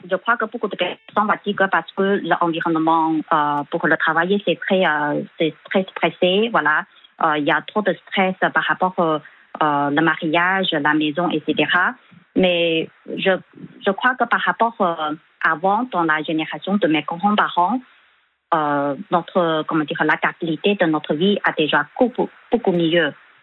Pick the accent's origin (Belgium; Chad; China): China; French is a second language; now in France